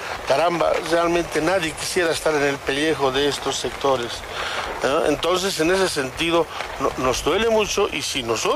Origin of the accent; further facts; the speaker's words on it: Bolivia; Somos bolivianos también y sentimos como cada uno de los bolivianos y deseamos el bien de nuestro querido Bolivia.